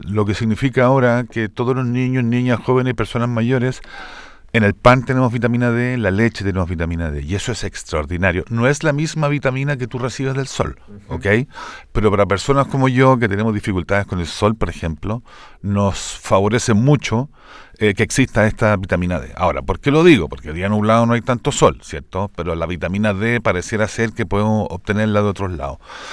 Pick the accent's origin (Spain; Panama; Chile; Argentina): Chile; somos hechos los chilenos.